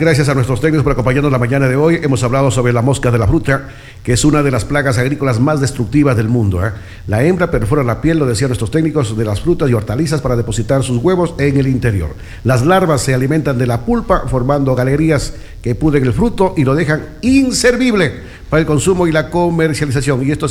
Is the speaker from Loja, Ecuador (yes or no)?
yes; Loja, Ecuador